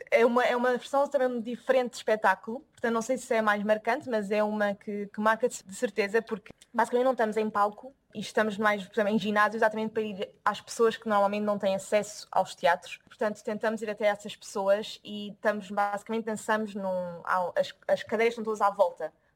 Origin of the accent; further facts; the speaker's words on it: Portugal; moved away; also born or lived in Germany; quando fui para a Alemanha, que foi a primeira vez também que saí de Portugal